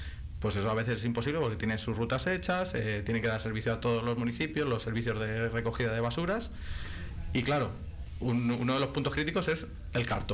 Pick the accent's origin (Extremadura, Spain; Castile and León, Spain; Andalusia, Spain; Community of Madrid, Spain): Castile and León, Spain; La Matilla; Yo cuando estuve en mi pueblo de concejal